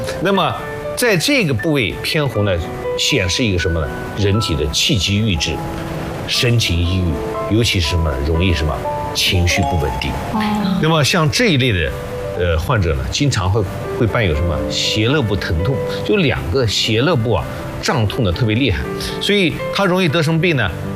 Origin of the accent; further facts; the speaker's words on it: China; 所以湿气对我们中国人来说，就每个人都可以去祛湿。